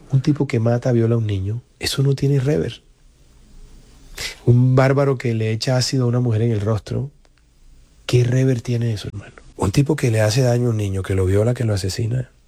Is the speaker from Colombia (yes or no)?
yes; Montería, Córdoba, Colombia; also born or lived in Bogotá / Barranquilla; Yo también soy monteriano.